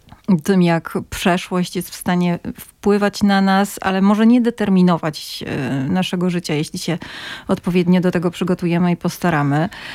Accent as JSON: {"language": "Polish", "region": "Silesian Voivodeship", "country": "Poland", "said": "jesteśmy wszyscy ze Śląska i z Polski"}